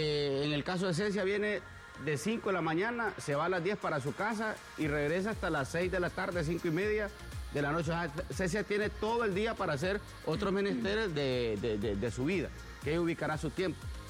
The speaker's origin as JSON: {"language": "Spanish", "region": "Comayagua", "country": "Honduras", "moved": "as an adult", "said": "¿Y vos de dónde sos? Le dije, Comayagua."}